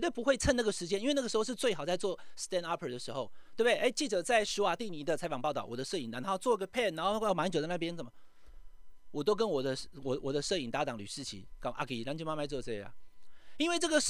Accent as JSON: {"language": "Chinese", "country": "Taiwan", "said": "我们台湾人"}